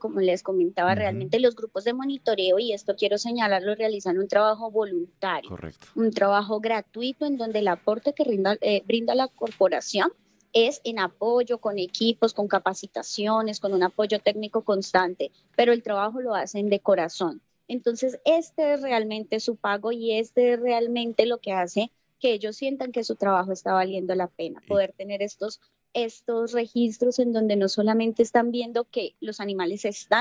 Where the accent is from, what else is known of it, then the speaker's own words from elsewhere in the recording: Huila, Colombia; muy orgullosos como huilenses y como como colombianos